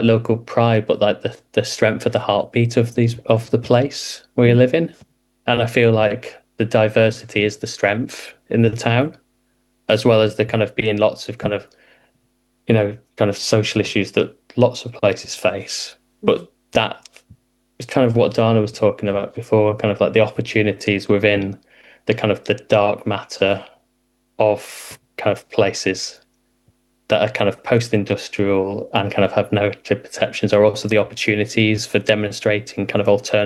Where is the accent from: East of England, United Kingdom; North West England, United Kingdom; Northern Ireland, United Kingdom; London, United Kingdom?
North West England, United Kingdom; I'm originally from Lancashire as well, so kind of my arc's kind of taken me all around the country, but it's kind of really nice to kind of land back in to kind of the place I grew up in as well